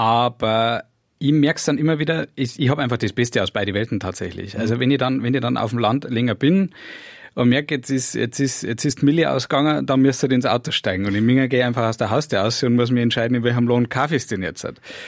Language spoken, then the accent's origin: German; Kienberg, Bavaria, Germany; Und ich komme ja noch nicht einmal aus Trostberg, ich komme aus Kinberg, aus Kerberg. Und das ist ja damals, wo ich auf der Welt gekommen bin, glaube ich, waren es 1200 Einwohner.